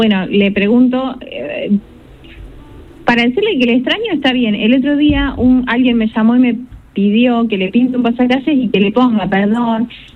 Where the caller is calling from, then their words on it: Pergamino, Buenos Aires Province, Argentina; Soy de Pergamino, pero siempre mando a Rosario.